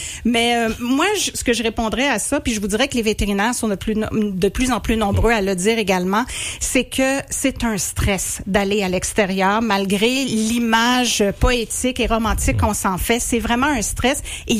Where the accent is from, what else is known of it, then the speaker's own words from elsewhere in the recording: Quebec, Canada; Si on ramène ça chez nous au Québec, on parle entre 20 et 200 millions d'oiseaux.